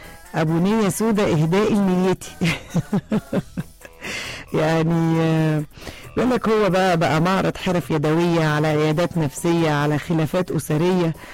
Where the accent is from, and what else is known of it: Egypt